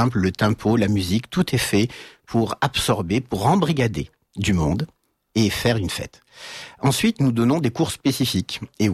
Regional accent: France; Nous sommes français

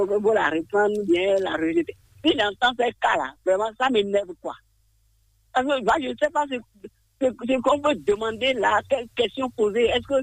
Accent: Porto-Novo, Ouémé, Benin; Moi, je suis natif de Port-Novo, le royaume de Port-Novo.

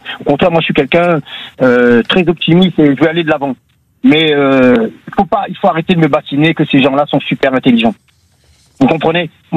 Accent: Réunion, France; now in Canet-en-Roussillon, France

